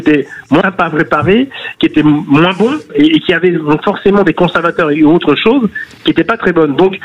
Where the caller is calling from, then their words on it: Île-de-France, France; Même si j'habite en Seine-Saint-Denis.